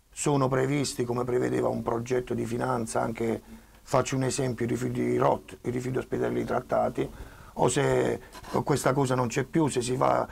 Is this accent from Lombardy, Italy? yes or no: no; Taranto, Apulia, Italy; Io sono tarantino, tante generazioni